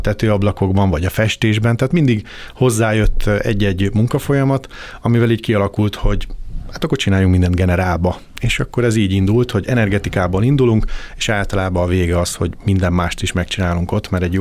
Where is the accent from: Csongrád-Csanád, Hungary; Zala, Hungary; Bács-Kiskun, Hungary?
Csongrád-Csanád, Hungary; Szeged; Szegedi gyerek vagyok, 50 éves elmúltam, van két csodás lányom, meg egy csodás feleségem. Szegeden a Vedresben végeztem, az építőipari szakközépben